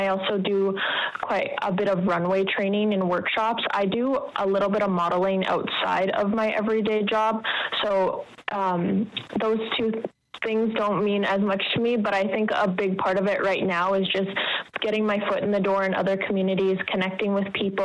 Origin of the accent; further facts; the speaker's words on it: Alberta, Canada; I'm from Dene Ta First Nation. I grew up in Bushy, one of our three communities.